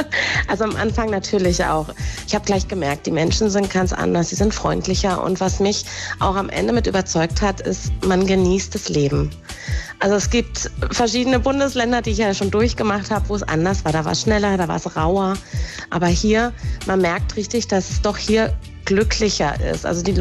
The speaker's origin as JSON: {"language": "German", "region": "Brandenburg", "country": "Germany", "tie": "born or raised there", "also_born_or_lived": "Saxony-Anhalt / Bavaria / Lower Saxony / North Rhine-Westphalia", "said": "Also geboren bin ich in Sachsen-Anhalt, aufgewachsen in Brandenburg, dann die letzten Jahre der Pubertät dann doch noch wieder in Sachsen-Anhalt erlebt."}